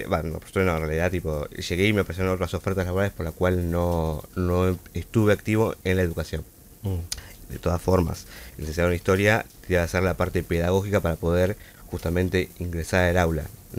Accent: Pinamar, Buenos Aires Province, Argentina; Buen día, ¿cómo están? Efectivamente, nacido y criado en Pinamar.

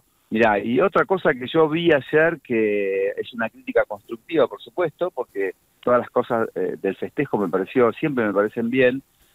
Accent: Argentina; Como argentinos tenemos que estar y acompañar.

